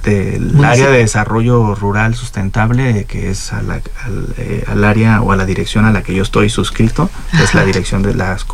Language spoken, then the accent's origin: Spanish; Landa de Matamoros, Querétaro, Mexico; el estado de Querétaro es reconocido como un estado cafetalero por nuestro municipio de Landa.